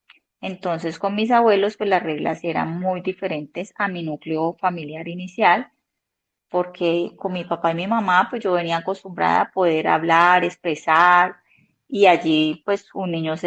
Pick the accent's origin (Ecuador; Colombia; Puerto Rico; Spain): Colombia; Buenaventura, Valle del Cauca; now in Cali, Colombia; Entonces, yo soy de Buenaventura, vine acá a Cali a estudiar la universidad.